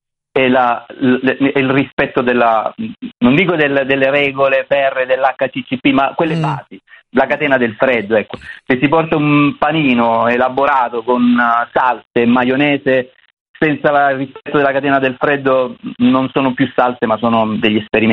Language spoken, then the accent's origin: Italian; Sicily, Italy; io da siciliano